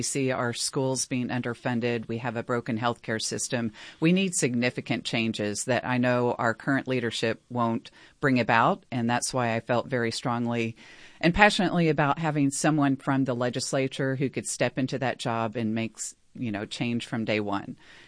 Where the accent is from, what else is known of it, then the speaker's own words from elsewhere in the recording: Dallas, Texas, United States; now in Austin, United States; Sure. I'm a state representative from the Austin area. I grew up in Dallas. I'm a small business owner.